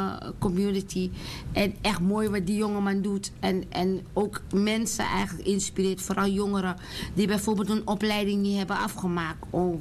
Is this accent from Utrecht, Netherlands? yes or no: no; North Holland, Netherlands; we zijn, het gaat erom dat we uit Zuidoost komen